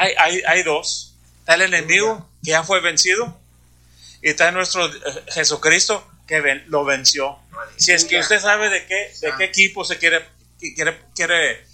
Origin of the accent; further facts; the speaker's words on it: Brownsville, Texas, United States; yo vengo de Brownsville, Texas. Brownsville, Texas es una ciudad que está un río, y al cruzar el río es Matamoros, ya es México eso.